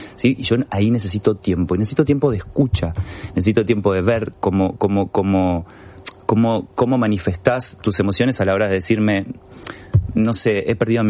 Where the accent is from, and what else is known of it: Argentina